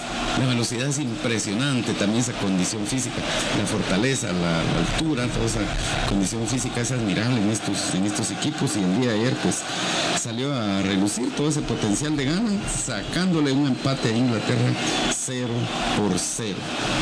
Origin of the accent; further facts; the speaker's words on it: Guatemala; Y lo cual nos ha faltado a nosotros, como guatemaltecos, como chapines